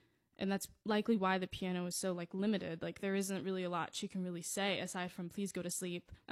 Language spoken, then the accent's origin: English; New York, United States; born there